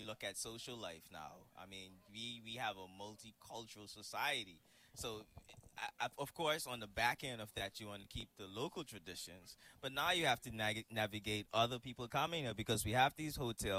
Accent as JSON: {"language": "English", "country": "Turks & Caicos Islands"}